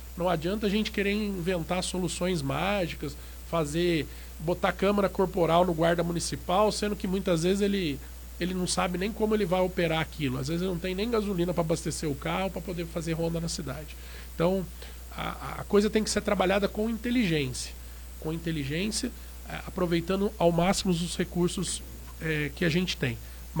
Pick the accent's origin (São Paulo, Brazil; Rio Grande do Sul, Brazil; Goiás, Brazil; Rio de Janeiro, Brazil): São Paulo, Brazil; Pindamonhangaba; Pindamonhangaba, que é uma cidade onde eu nasci, fui criado, já fui embora, já voltei e pretendo não sair mais.